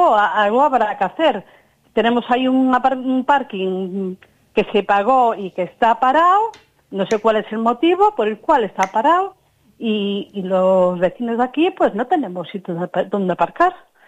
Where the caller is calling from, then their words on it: Pontevedra, Galicia, Spain; Yo os llamo de Pontevedra, de la avenida Conde de Bugallal.